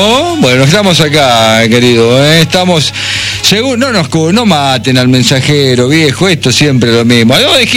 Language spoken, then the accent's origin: Spanish; Argentina; échale la culpa a otro siempre como buen argentino.